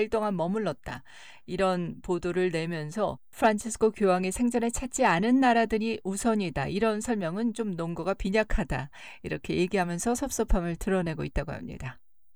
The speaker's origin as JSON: {"language": "Korean", "country": "South Korea", "said": "한국인으로서는 안타깝고 부끄러운 마음이 듭니다"}